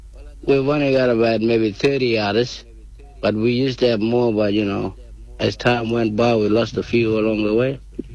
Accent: Kununurra, Western Australia, Australia; also born or lived in Broome, Australia; I'm pretty much grew up in a place called Kununurra. That's a gateway to the NT, I guess you might say. The last town to hit in Western Australia before you hit the Northern Territory. I grew up here most of my life. Went to school here, but went to high school in Broome. Spent 5 years over there.

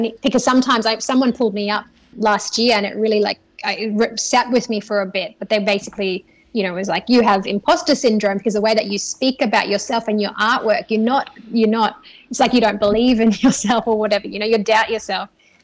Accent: Western Australia, Australia; we all know, like, growing up in the Kimberleys, sometimes it's hard to really be the one who going after your, like, shining

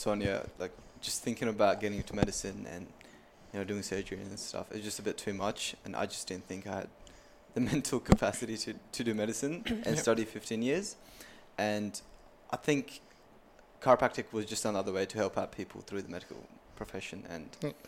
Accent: Pakistan; also born or lived in Afghanistan; now in Australia; I'm from Afghanistan, but I was born and raised in Pakistan. I'm 22 years old

